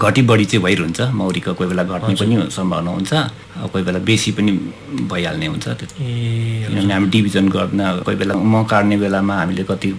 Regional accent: Sikkim, India; म राङ्का पर्बिङबाट।

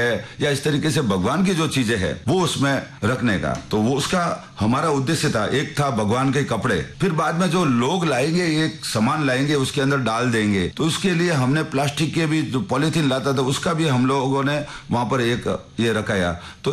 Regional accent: Pali district, Rajasthan, India; now in Jodhpur, India; और मैं पाली जिला गांव गहरी का रहने वाला हूं। यहां पर जोधपुर में 29 सालों से रह रहा हूं और फिर बाद में यहां पर गुरो के तालाब में मैं शिफ्ट हुआ

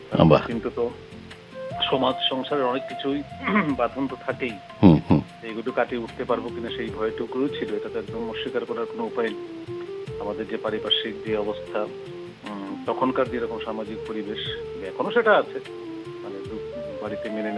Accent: Belonia, Tripura, India; moved away as an adult; now in Agartala, India; সেখানে একদম ছোটবেলা থেকেই, জন্মের পর থেকেই বিলুনিয়াতে বড় হয়ে ওঠা, একদম কলেজ অবধি বিলুনিয়াতে ছিলাম, তারপরেই তো চলে এলাম আগরতলায়। আর শৈশব যেমন কুটুপাটি করে সবার কাটে, সেই রকম আমাদেরও কেটেছিল। একাধারে ছিল গ্রামীণ পরিবেশ, পাশাপাশি শহুরে পরিবেশ, মানে দুটোরই স্বাদ পেয়েছি।

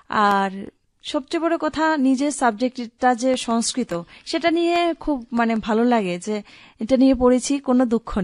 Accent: Udaipur, Tripura, India; আমার বাড়ি উদয়পুর খিলপাড়াতে, বাড়ি

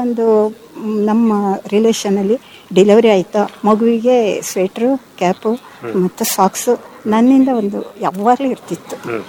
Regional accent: Karnataka, India; also born or lived in Dandeli / Haliyal; ನಮ್ಮ ಉತ್ತರ ಕನ್ನಡದಲ್ಲಿ ಕಂಪ್ಲೀಟ್, ಉತ್ತರ ಕನ್ನಡ ಕಂಪ್ಲೀಟ್.

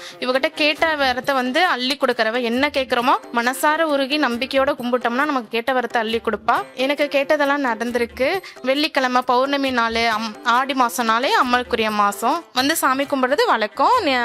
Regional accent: Karur, Tamil Nadu, India; நான் கரூர் தான்.

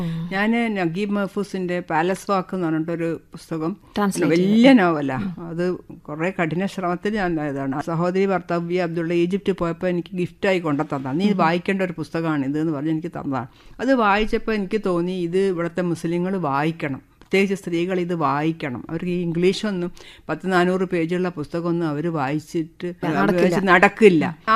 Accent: Thalassery, Kerala, India; അതിപ്പോൾ ഞാൻ തലശ്ശേരി തിക്കോടിയൊക്കെയാണ് ജനിച്ചത് വളർന്നതെങ്കിൽ ഞാൻ മലപ്പുറം കണ്ണൂര് അങ്ങനെ ഓരോ ക്യാരക്ടേഴ്സിന്

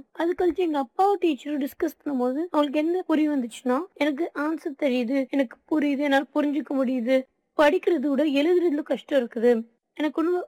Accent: Coimbatore, Tamil Nadu, India; எனக்கு வயசு 17. நம்ம கோயம்புத்தூர்ல தான் நான் பிறந்து வளர்ந்தேன். இங்கதான் நான் 8th கிளாஸ் வரைக்கும் படிச்சேன்.

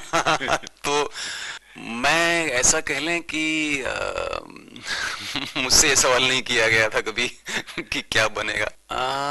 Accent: Delhi, India; दिल्ली में पैदा हुआ, पला बड़ा वहीं पे।

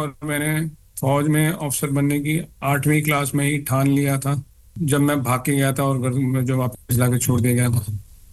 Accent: Roorkee, Uttarakhand, India; also born or lived in Jagadhri, Haryana; मेरा जन्म हरियाणा में हुआ है, जगाधरी के पास, और मेरी सारी स्कूलिंग जो हुई है वो अब जिसको उत्तराखंड बोलते हैं, रुड़की, जो IIT रुड़की के लिए मशहूर है, वहाँ पे हुई है।

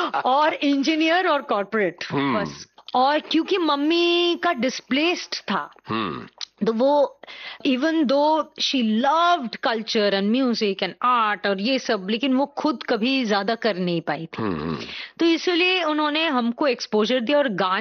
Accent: Delhi, India; दिल्ली में उस माहौल में मैं पली बड़ी, जहाँ मंडी हाउस और जो

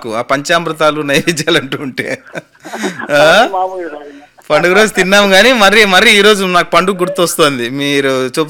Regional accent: Chennampalli, Andhra Pradesh, India; మా స్వగ్రామం ఇక్కడే అండి, పక్కనే చెన్నంపల్లి గ్రామం, అది అనంతపురం దగ్గర ఉంటుంది.

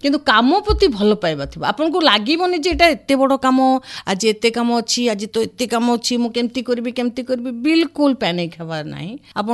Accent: Sambalpur, Odisha, India; ମୋ ବାପା ମା ତ ବର୍ତ୍ତମାନ ନାହାନ୍ତି, ଆଉ ମୁଁ ସମ୍ବଲପୁରର ଝିଅ, ବରଗଡ଼ର ବୋହୁ।

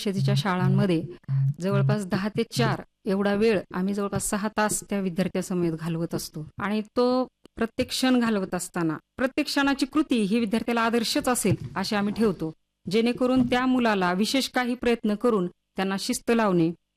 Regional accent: Devangra, Maharashtra, India; मी आपल्या धाराशिव जिल्ह्यामधीलच कन्या आहे. माझं माहेर आहे देवंगरा तालुका भूम इथलं

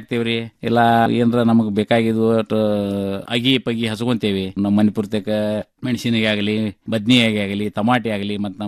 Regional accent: Karnataka, India; ನಮ್ಮ ಊರ್ಲಿಂದ, ನಾವು ಬೆಲವಂತರಿಂದ ನಾವು ಇಬ್ರು ಹೋಗಿದ್ವಿ.

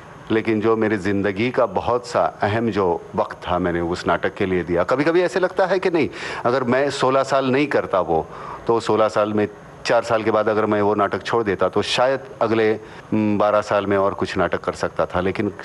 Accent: Murud, Maharashtra, India; मेरा बचपन गांव में बीता, मुरूर जंजिरा में, पहली से सातवीं तक।

